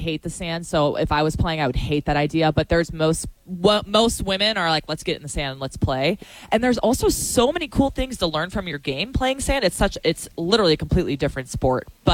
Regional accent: Chicago, Illinois, United States; I'm from Chicago. There's no sand around.

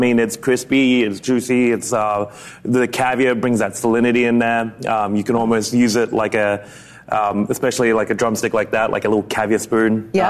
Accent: Port Douglas, Queensland, Australia; moved away; I'm from the very north. It's actually called Far North Queensland.

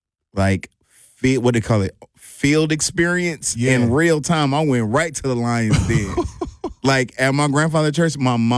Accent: Milwaukee, Wisconsin, United States; also born or lived in Rockford, Illinois; I was born in Rockford, Illinois, but raised in Milwaukee, Wisconsin. So I claim Milwaukee. All of my schools, I went there.

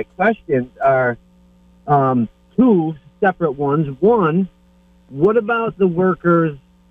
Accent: Burlington, Vermont, United States; I, too, was born in Burlington, Vermont, and I grew up in Chittenden County.

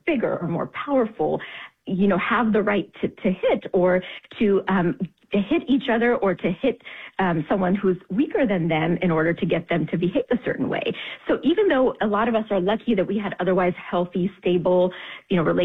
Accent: Tennessee, United States; born or raised there

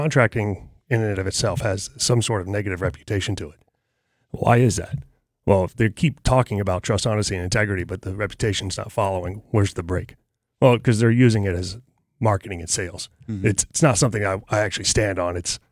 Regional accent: United States; I'm from America. Yeah, that's where I'm

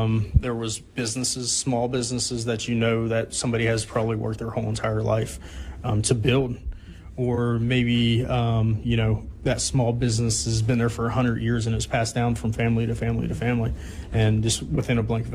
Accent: Clarksburg, West Virginia, United States; I lived in Clarksburg. I was raised in Clarksburg at the time.

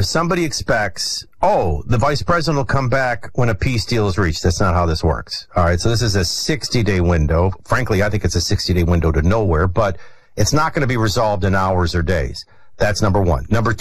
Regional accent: Flint, Michigan, United States; born there; My dad was in radio, and in his journey in radio, I came along while he was living in Flint, Michigan.

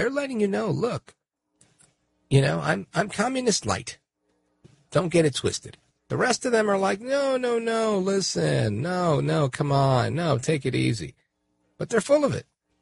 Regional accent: Brooklyn, New York, United States; born there; My parents are from Puerto Rico. I was born in Brooklyn

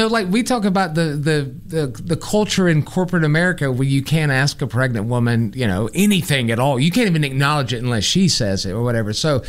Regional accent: the South, United States; as a Southerner

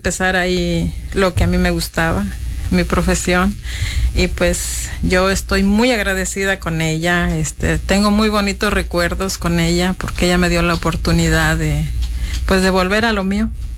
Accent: Tamasopo, San Luis Potosí, Mexico; moved away; Muy bonita mi tierra, muy bonita. Nada más que pues uno tiene que emigrar, ¿verdad?

